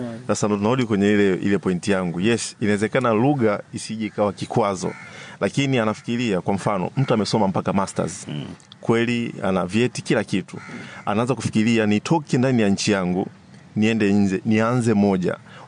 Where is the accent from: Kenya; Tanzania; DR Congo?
Tanzania; Dar es Salaam; kutoka Kigamboni.